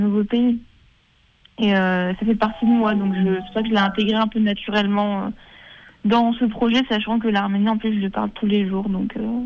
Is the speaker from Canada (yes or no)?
no; France; le fait de quitter mon pays natal, donc je ne peux pas ne pas en parler. Mais avant tout, je pense aussi être une jeune femme qui a grandi en France.